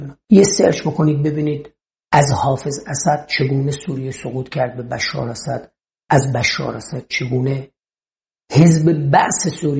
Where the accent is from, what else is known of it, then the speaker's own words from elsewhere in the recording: Gilan, Iran; بچه گیلانم